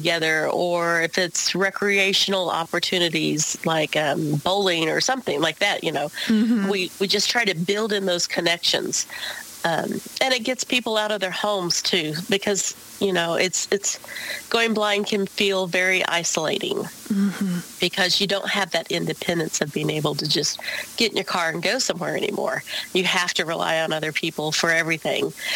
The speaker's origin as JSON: {"language": "English", "region": "Missouri", "country": "United States", "tie": "born or raised there", "also_born_or_lived": "Oklahoma", "moved": "yes", "said": "I was born and raised in Missouri, and so in southwestern corner of Missouri."}